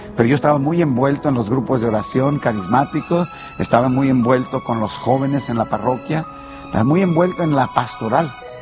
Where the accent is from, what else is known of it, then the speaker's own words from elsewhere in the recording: Guanajuato, Mexico; Yo soy del estado de Guanajuato, entonces el seminario estaba en León, Guanajuato